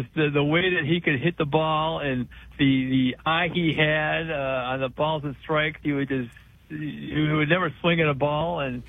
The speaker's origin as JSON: {"language": "English", "town": "Evergreen Park", "region": "Illinois", "country": "United States", "tie": "born or raised there", "said": "I grew up in Evergreen Park in the south suburbs of Chicago, so I grew up a White Sox fan."}